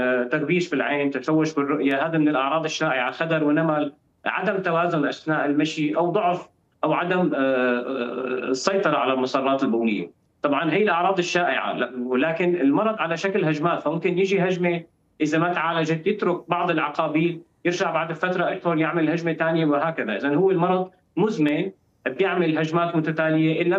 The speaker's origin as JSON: {"language": "Arabic", "country": "Syria", "lives_now": "Damascus, Syria", "said": "عندنا بسوريا"}